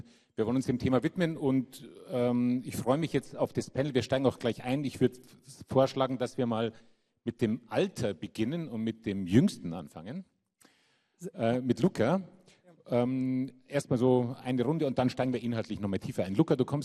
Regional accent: Germany; ich komme jetzt aus Bayern, Baden-Württemberg

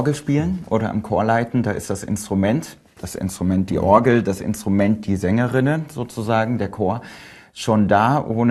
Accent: North Rhine-Westphalia, Germany; Ich komme aus Westfalen, habe dort immer schon, wie es viele kennen, Klavier gespielt

